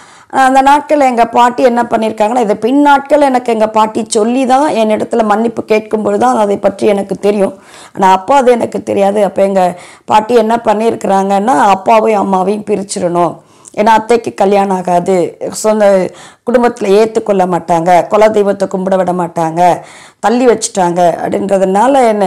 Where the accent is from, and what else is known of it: Tamil Nadu, India